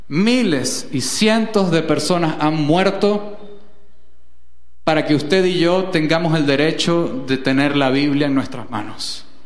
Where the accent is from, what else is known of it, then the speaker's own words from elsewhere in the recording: Venezuela; Como venezolanos tenemos muchos traumas en común acumulados